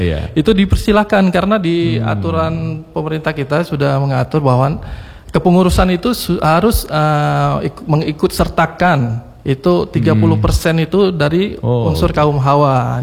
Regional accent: Aceh, Indonesia; kita Aceh ini

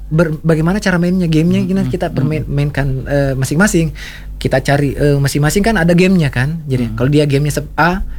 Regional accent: South Sulawesi, Indonesia; Ada filosofinya kita juga kan orang Bugis, yakin dulu lah.

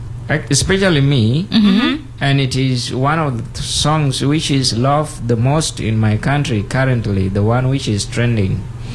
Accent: South Sudan; moved away

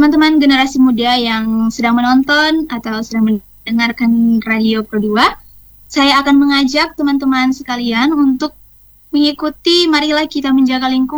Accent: North Sulawesi, Indonesia

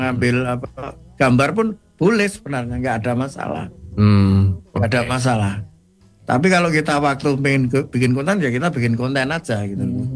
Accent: Java, Indonesia; Tapi sebagai orang Jawa, apapun tahun kedepannya itu harus optimis.

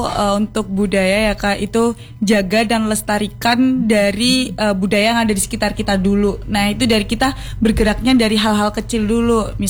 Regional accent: Ponorogo, East Java, Indonesia; aku dari Ponorogo

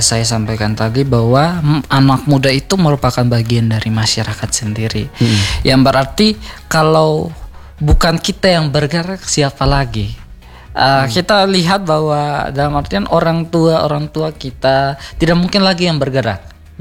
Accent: Soe, East Nusa Tenggara, Indonesia; Dalam artian saya sendiri di daerah saya atau tempat saya tinggal di saya dari Soe.

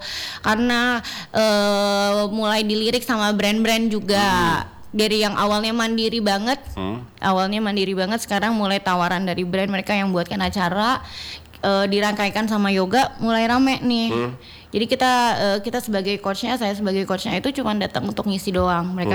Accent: Tarakan, North Kalimantan, Indonesia; moved away; also born or lived in Makassar; aku baru balik lagi sebenarnya ke Tarakan. Aku orang Tarakan tapi lama tinggal di Makassar, baru balik lagi setelah aku selesai teacher training itu.

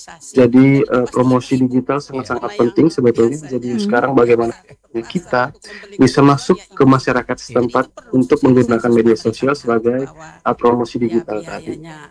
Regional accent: East Nusa Tenggara, Indonesia; Jadi menurut saya tidak malu ketika saya berasal dari Nusa Tenggara Timur, maka saya sangat bangga

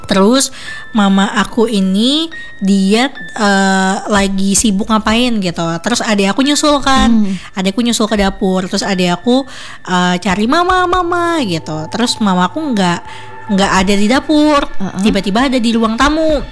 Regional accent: Sampit, Central Kalimantan, Indonesia; moved away; also born or lived in Banjarmasin; karena aku besar di sana, aku lebih ngerasa kampung halamanku tuh di Sampit daripada di Banjarmasin.

